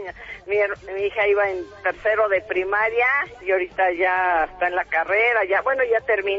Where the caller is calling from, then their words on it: Ecatepec, State of Mexico, Mexico; De Catepec.